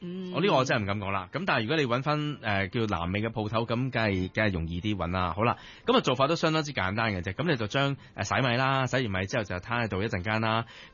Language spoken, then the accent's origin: Cantonese; Hong Kong; 我哋香港人口味